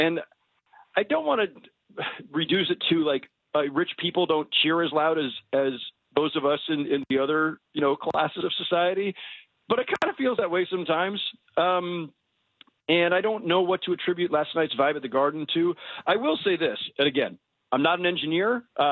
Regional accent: Bay Area, California, United States; moved away; Like, I'm from the Bay Area originally

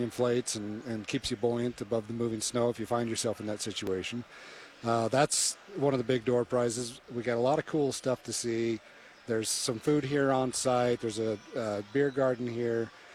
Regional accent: Idaho Falls, Idaho, United States; like I'm from Idaho Falls.

